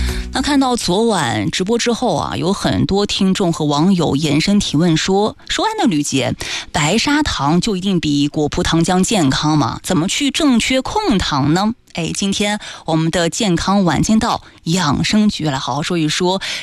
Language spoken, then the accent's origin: Chinese; Jiangsu and Zhejiang, China; 我们江浙人都特别喜欢吃糖醋红烧口的哈